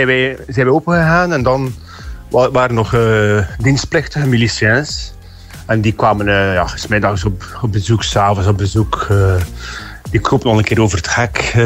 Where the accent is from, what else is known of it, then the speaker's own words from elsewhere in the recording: Gavere, East Flanders, Belgium; Ik ben zelf van Gaveren, ja. Mijn ouders hadden hier een café.